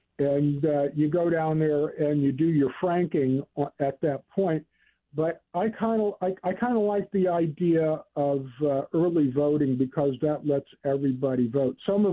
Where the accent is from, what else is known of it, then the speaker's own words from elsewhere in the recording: California, United States; moved away; I am an import to Arkansas. I come from California, thank you. I left it 20 years ago because I just really couldn't stand the politics anymore